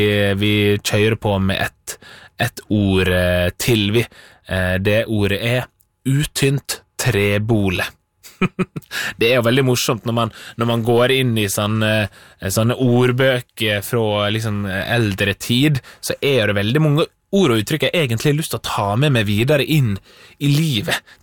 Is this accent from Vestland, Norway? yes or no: no; Møre og Romsdal, Norway; Fordi i disse dager så er jeg med på et spel her hjemme på Sunnmøre, og der bruker vi dette gamle ordet og uttrykket fra Sunnmøre som en inspirasjon